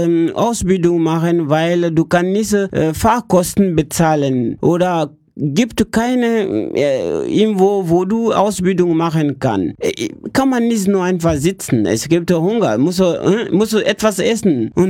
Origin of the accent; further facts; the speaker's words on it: Guinea; German is a second language; moved away as an adult; now in Telgte, Germany; Ich komme aus Guinea.